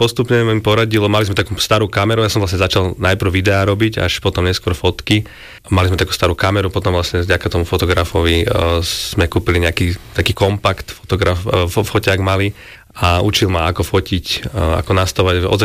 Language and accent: Slovak; Krásňany, Bratislava Region, Slovakia; Bunkre sme stávali, to si pamätám, vo Vinohradoch vlastne, ja som z Krásňan, tam hneď za domu sme mali vinohrady a potok. Takže taká trošku polodedina.